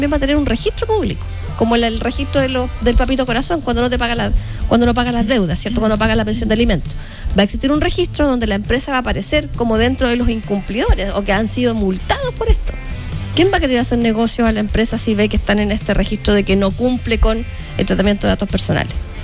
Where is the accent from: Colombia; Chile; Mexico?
Chile; somos chilenos